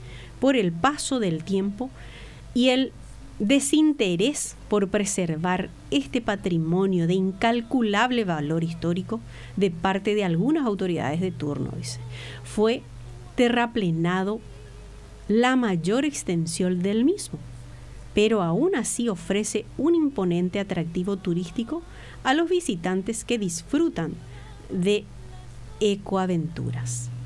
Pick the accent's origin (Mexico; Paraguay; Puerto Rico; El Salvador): Paraguay